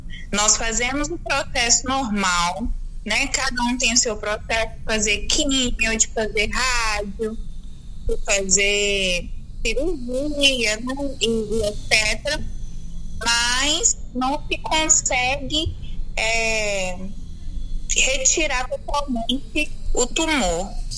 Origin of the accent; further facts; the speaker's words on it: Divinópolis, Minas Gerais, Brazil; eu sou aqui de Divinópolis, eu estou com 39 anos